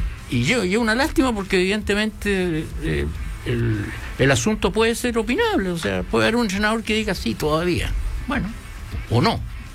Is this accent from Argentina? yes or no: no; Chile; Es que los chilenos somos así, porque. A ver, yo soy chileno también.